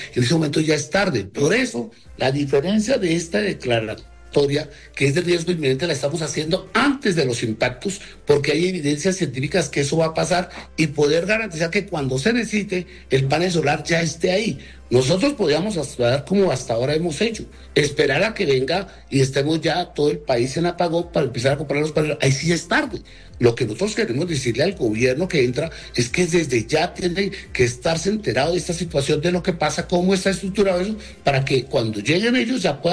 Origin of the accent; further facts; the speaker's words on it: Colombia; Allí tenemos nosotros, es que como colombianos, hacer una veeduría que esa acción se haga y se haga correctamente.